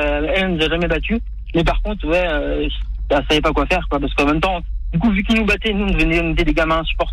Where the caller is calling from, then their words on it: Poitiers, Nouvelle-Aquitaine, France; je suis à Poitiers